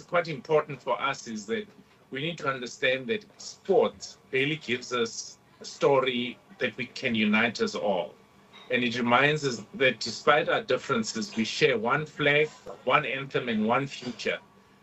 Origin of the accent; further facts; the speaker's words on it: South Africa; We are African before we are anyone else. We are African before we are South African.